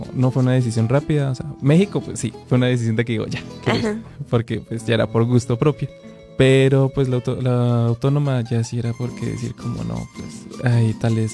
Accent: Málaga, Santander, Colombia; moved away as an adult; Soy de Santander, es un departamento. Es como la equivalencia a decir acá que es un estado.

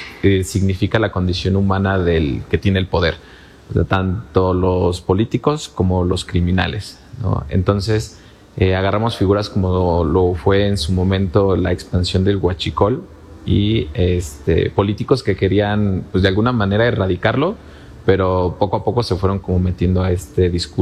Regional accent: Tezontepec de Aldama, Hidalgo, Mexico; Yo soy del Tezontepec de Aldama, un municipio aledaño

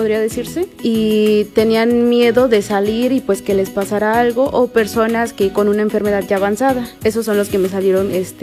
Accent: Atlapexco, Hidalgo, Mexico; Yo estuve en el pueblo donde soy, del Mirador Atlapesco Hidalgo

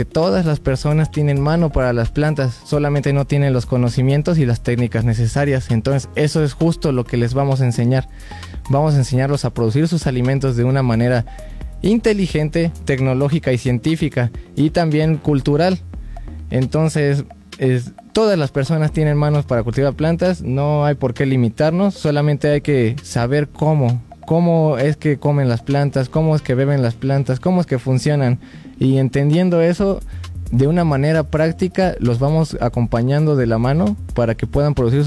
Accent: Pachuca, Hidalgo, Mexico; yo soy de Pachuca y ahí tenemos su casa de ustedes.

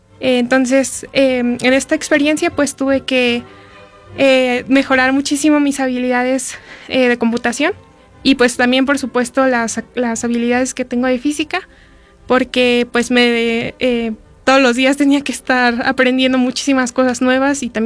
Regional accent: Hidalgo, Mexico; yo también soy del estado de Hidalgo

